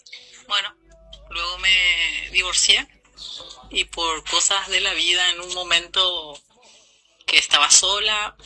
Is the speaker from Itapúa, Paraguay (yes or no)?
no; Capiatá, Central, Paraguay; Después yo me fui a estudiar en Comercio 2. Era primero en Presidente Franco, luego en Comercio 2 y somos de Capiatá. Bueno, después yo me fui hacia Asunción a estudiar